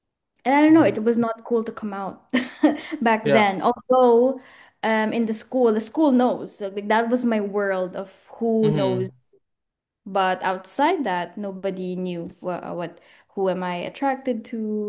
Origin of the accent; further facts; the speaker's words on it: Philippines; now in Berlin, Germany; I'm a Filipino creative based in Berlin.